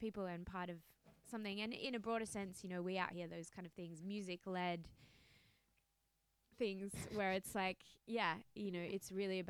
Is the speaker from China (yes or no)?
no; Australia; moved away; especially as an Australian.